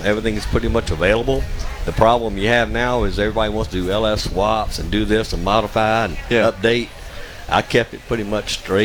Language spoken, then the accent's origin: English; Gulfport, Mississippi, United States; also born or lived in Biloxi; I'm from Biloxi, Mississippi. Born and raised in Gulfport.